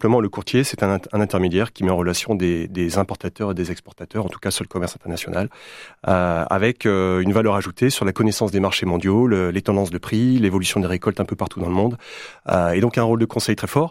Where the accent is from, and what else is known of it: Brittany, France; born or raised there